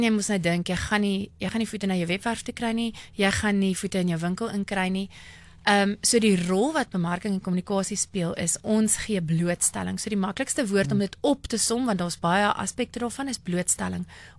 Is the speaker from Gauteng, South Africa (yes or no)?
yes; Pretoria, Gauteng, South Africa; ek is nou van Pretoria